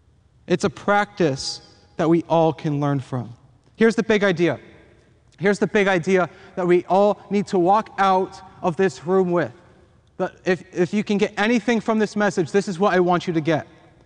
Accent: Las Vegas, Nevada, United States; moved away; I was born and raised in Las Vegas, and I love Las Vegas.

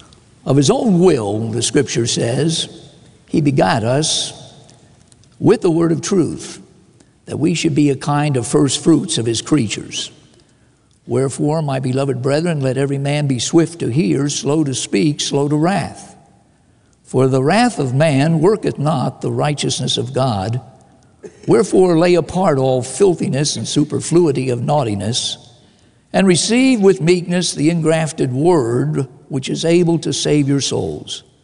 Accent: Miami, Florida, United States; moved away as an adult; We hail from Miami, Florida.

